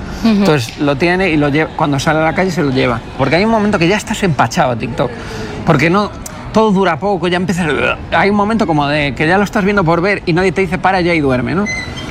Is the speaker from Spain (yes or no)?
yes; Canary Islands, Spain; born there; Tú no te olvides nunca, porque claro, yo vengo a la ser gallego, gallego, gallego. Eso a mi madre le partía el corazón. Porque yo nací en Canarias, tú eres canario.